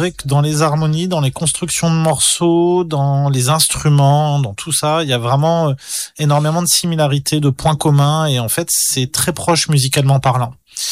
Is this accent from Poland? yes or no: no; France; en tant que Français